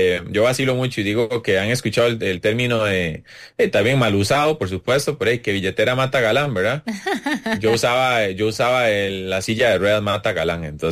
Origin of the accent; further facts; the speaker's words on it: San José, Costa Rica; y la zona de acá de donde somos, de Brasil de Mora